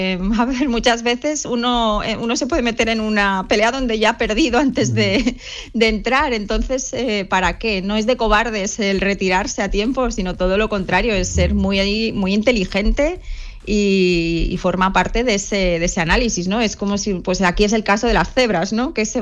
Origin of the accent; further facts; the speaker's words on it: Pyrenees, Spain; Yo soy del Pirineo y el bosque me acompaña en muchísimos libros como En tren de invierno.